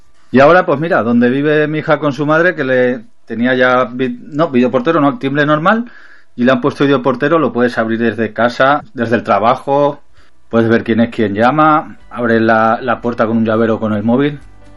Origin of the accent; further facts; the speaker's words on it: Valencia, Valencian Community, Spain; Buenas noches, fareros y fareras